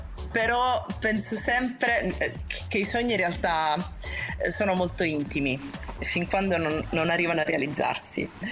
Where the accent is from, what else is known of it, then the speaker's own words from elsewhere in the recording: Catania, Sicily, Italy; moved away; a Catania, che è la mia città d'origine